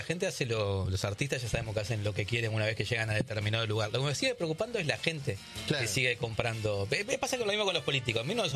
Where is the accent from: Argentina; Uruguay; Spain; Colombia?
Uruguay; lo digo yo como uruguayo.